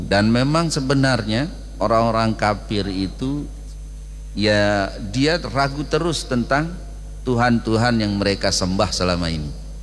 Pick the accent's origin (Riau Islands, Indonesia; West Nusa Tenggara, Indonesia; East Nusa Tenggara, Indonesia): West Nusa Tenggara, Indonesia; born there; Artinya tiba-tiba itu kita taunya sudah lahir aja di Lombok.